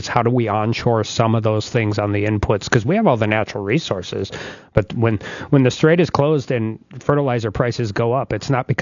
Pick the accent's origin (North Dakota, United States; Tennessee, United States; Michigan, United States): North Dakota, United States; Dickinson; But I give my hometown credit. It took a little while, but everybody got back on board again, and it's still going to be great for Dickinson.